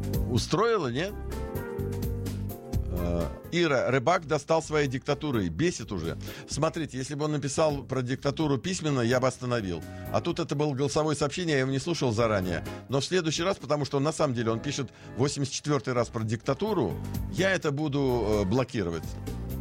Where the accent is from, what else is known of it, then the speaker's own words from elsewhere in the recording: Ashkelon, Southern District, Israel; Добрый день … из Ашкелона. Я никогда не забуду, что произошло 25 лет тому назад.